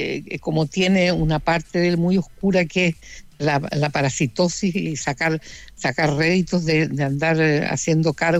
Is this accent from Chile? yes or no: yes; Chile; somos los chilenos